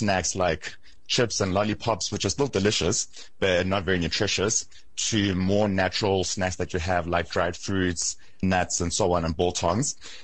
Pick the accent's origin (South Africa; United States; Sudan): South Africa; South Africa has some of the best natural produce, whether it's our fruits, our wines, our meats.